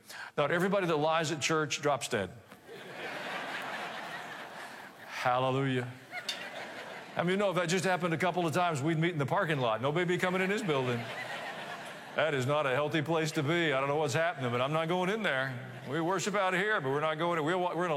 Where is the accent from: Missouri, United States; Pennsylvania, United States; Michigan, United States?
Missouri, United States; Kansas City; born there; I was born in Kansas City, Missouri.